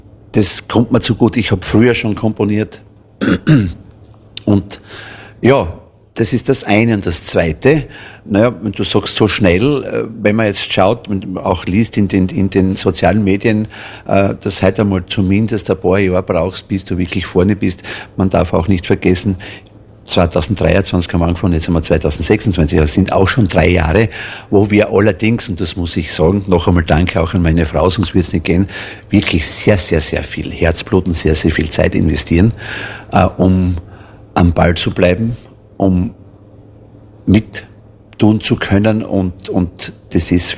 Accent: Berndorf, Styria, Austria; accent: West Styrian; Nein, ich bin aus Berndorf bei Hitzendorf, schon seit ich auf der Welt bin. Bin dort geboren in Stallhofen, aber das ist ganz in der Nähe. Ja, und dort lebe ich, seit ich auf der Welt bin.

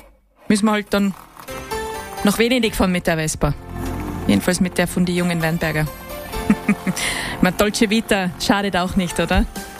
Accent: Austria; Also schon mal ein bisschen günstiger als bei uns in Österreich.

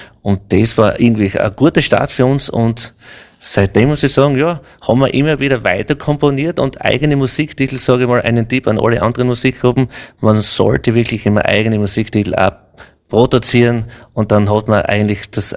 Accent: Styria, Austria; wir sind die Buben aus dem Sulmtal.

